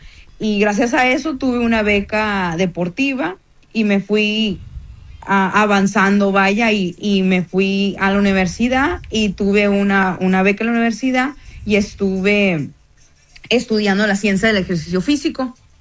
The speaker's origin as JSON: {"language": "Spanish", "town": "Hermosillo", "region": "Sonora", "country": "Mexico", "tie": "born there", "also_born_or_lived": "Texas", "said": "como bien dijiste, y nací en Hermosillo, pero estuve de muy chica en Texas y ahí estuve empezando con los deportes."}